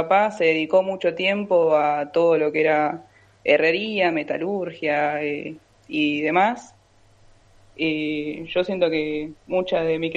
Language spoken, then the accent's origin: Spanish; Concordia, Entre Ríos, Argentina; yo de chica recibí mucha influencia por los carnavales de Concordia, las comparsas. Estuvimos muy involucrados cuando yo era muy chica